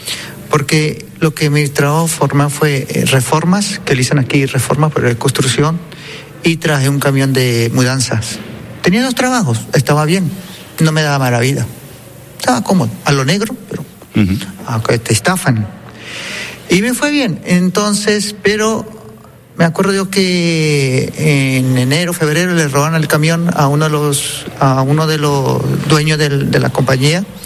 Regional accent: Caracas, Capital District, Venezuela; also born or lived in Trujillo, Venezuela; Yo nací en Trujillo, me crié en Caracas, Venezuela.

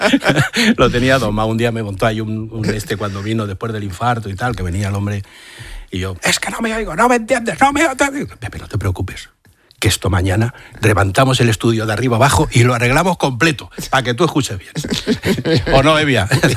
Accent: Madrid, Community of Madrid, Spain; Yo soy de Madrid.

